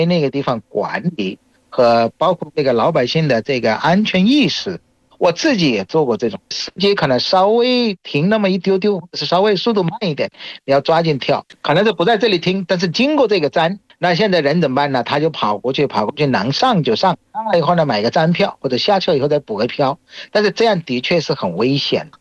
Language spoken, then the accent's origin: Chinese; Bangladesh; Chinese is a second language